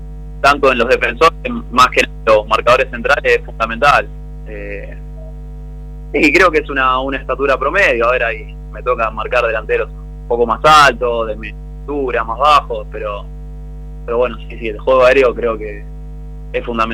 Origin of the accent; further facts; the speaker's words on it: Buenos Aires, Argentina; moved away as an adult; now in Rivadavia, Argentina; Es mi primera salida de Buenos Aires, yo siempre jugué allá